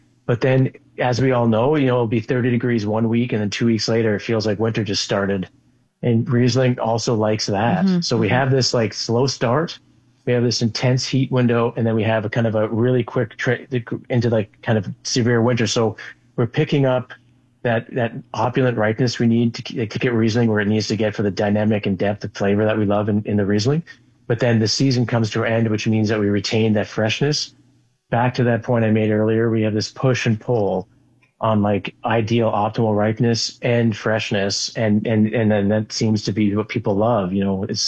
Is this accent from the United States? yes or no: no; Canada; because we're Canadian and humble